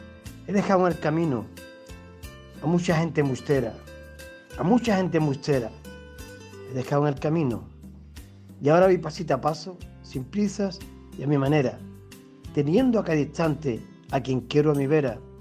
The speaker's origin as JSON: {"language": "Spanish", "town": "San Roque", "region": "Andalusia", "country": "Spain", "tie": "born or raised there", "said": "soy natural de San Roque"}